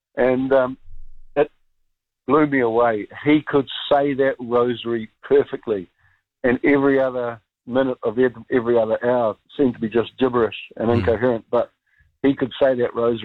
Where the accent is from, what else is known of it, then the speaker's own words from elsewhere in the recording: Gisborne, New Zealand; I often say to people that growing up in Gisborne in the 80s was the roughest place, you know, you could be if you were young, too drunk, and swaggering around the place